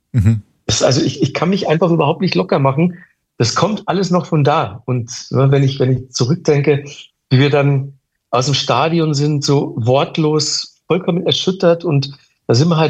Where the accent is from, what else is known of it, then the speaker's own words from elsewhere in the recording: Manching, Bavaria, Germany; Und mein Onkel Hans ist ja Friseur in Manching, wo ich aufgewachsen bin.